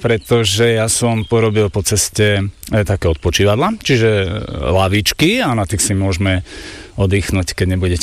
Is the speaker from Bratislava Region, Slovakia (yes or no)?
no; Utekáč, Banská Bystrica Region, Slovakia; Som z Utekáča a som, áno, tvorca týchto chodníkov.